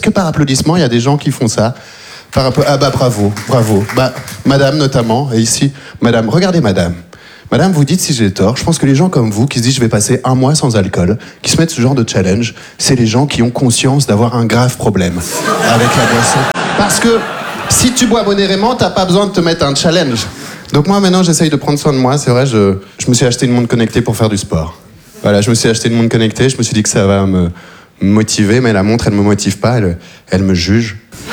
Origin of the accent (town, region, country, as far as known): Belgium; born or raised there